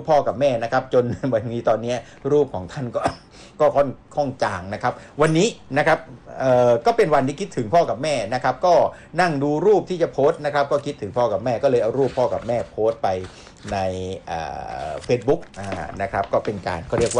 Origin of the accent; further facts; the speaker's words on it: Nakhon Si Thammarat, Thailand; now in Bangkok, Thailand; ผมเองก็เป็นคนที่เกิดที่จังหวัดนครศรีธรรมราช